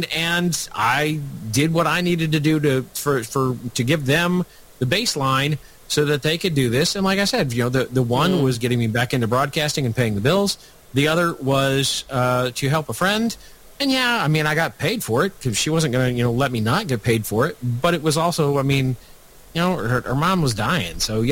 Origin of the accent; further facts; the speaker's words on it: Nebraska, United States; I said, Michael, I'm from Nebraska. We have a one house legislature.